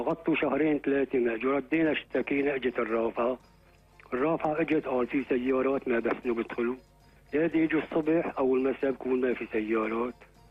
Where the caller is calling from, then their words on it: Aleppo, Aleppo Governorate, Syria; نحن من حلب.